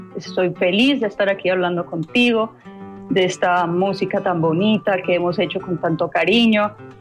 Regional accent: Ocaña, Norte de Santander, Colombia; yo soy de Ocaña, norte de Santander, que es una tierra, pues, que está en los Andes, pero tiene mucha, mucha influencia de la costa.

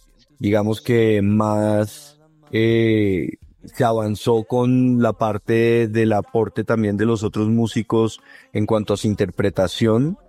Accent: Colombia; uno siendo colombiano

